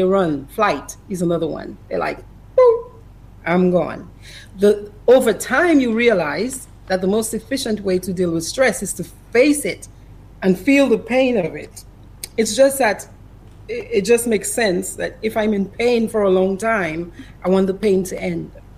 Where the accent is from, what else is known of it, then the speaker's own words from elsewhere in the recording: Cottage, Saint John, Dominica; moved away as an adult; also born or lived in Portsmouth, Dominica; now in Georgia, United States; I am Dominica. I'm every little bit of Dominica, yeah? Mm-hmm. I was born in Cottage. I'm a Jean Cottage.